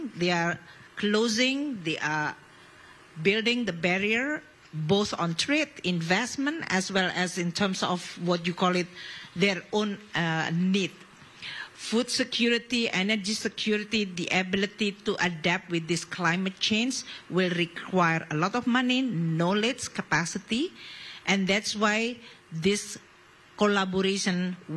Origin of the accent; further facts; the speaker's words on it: Indonesia; English is a second language